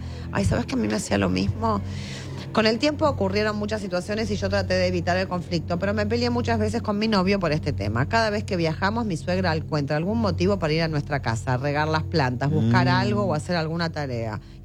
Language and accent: Spanish; Argentina; now in Norway; de Argentina, pero los miro por YouTube desde Noruega. Nos faltaba uno de Noruega.